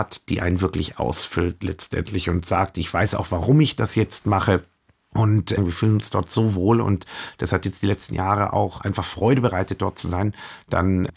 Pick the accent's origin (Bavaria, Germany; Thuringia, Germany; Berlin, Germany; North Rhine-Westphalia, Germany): Bavaria, Germany; Coburg; moved away as an adult; also born or lived in New York; ich bin aufgewachsen in Coburg, ich kannte Coburg